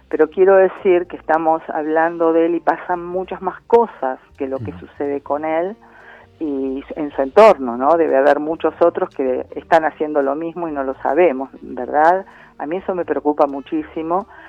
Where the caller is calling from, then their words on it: Buenos Aires, Argentina; de Saavedra.